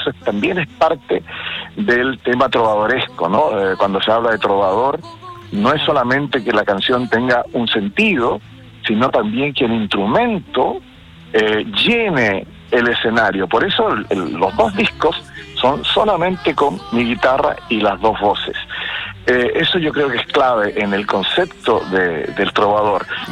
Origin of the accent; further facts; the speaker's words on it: Santiago, Santiago Metropolitan Region, Chile; moved away as an adult; now in Horcón, Chile; Santiago, que es mi ciudad natal. Yo soy nacido y mal criado en Santiago.